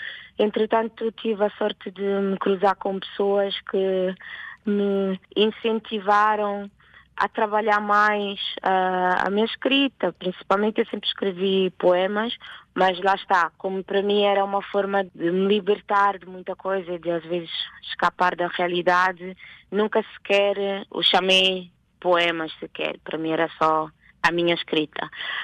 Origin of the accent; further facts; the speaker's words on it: Rome, Lazio, Italy; moved away as an adult; now in Portugal; eu nasci e cresci em Itália, em específico em Roma. Há quase 13 anos que eu deixei Roma para vir para Portugal.